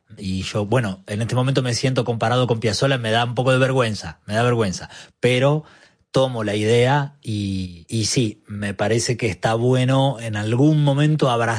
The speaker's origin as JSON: {"language": "Spanish", "country": "Argentina", "said": "yo vengo de acá, yo soy argentino, yo estoy viviendo en Buenos Aires hace 15 años"}